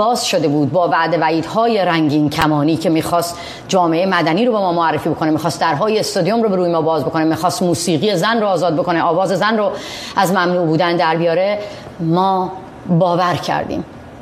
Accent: Mazandaran, Iran; moved away; باید انتخاب میکردم که توی خونه تو قمیکولا بمونم، 5-6 تا بچه به دنیا بیارم، یا اینکه از اونجا بزنم بیرون.

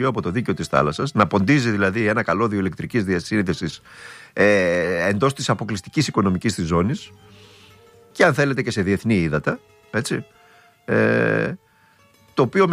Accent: Thessaloniki, Central Macedonia, Greece; Εγώ, όπως καταλαβαίνεις, είμαι από τη Σαλούγκα, είμαι Σαλονίκη. Ανήκω σε εκείνη τη γενιά των Σαλονικιών

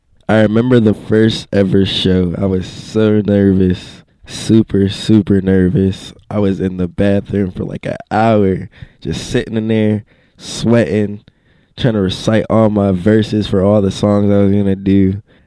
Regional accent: Pittsburgh, Pennsylvania, United States; born there

